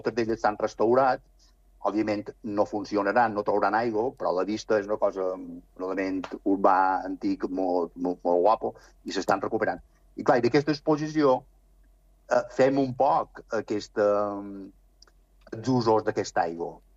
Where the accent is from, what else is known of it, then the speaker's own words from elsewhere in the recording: Alaró, Balearic Islands, Spain; tinc ja 63 anys i he nascut a l'Heroi